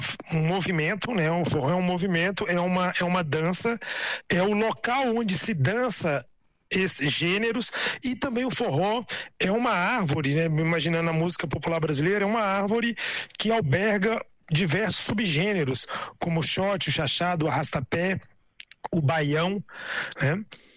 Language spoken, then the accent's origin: Portuguese; Minas Gerais, Brazil; born there; moved away; eu nasci no centro de Minas Gerais